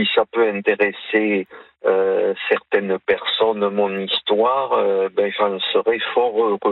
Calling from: Béziers, Occitanie, France; je redescends à mon domicile à Béziers.

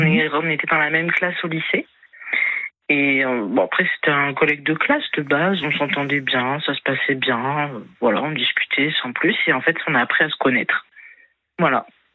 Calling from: Auvergne-Rhône-Alpes, France; j'appelle depuis la Drôme.

